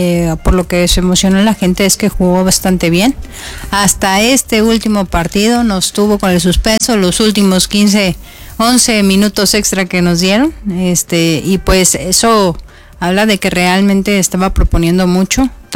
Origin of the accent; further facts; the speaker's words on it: Mexico; seguimos siendo mexicanos y festejamos como buenos mexicanos que somos.